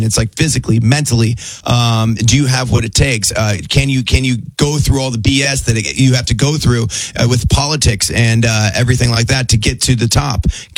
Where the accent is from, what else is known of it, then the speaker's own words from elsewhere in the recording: Cleveland, Ohio, United States; I'm in my hometown of Cleveland, baby.